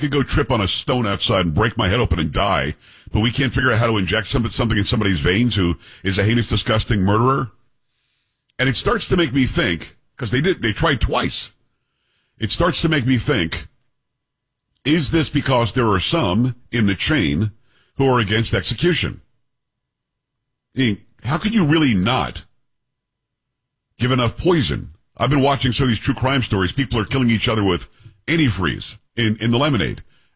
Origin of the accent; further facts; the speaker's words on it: Florida, United States; What happened to the electric chair, which was happening where I grew up in Florida?